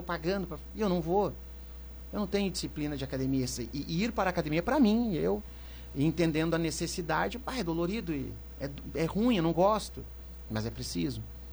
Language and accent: Portuguese; São Leopoldo, Rio Grande do Sul, Brazil; moved away; Sou de São Leopoldo, Rio Grande do Sul.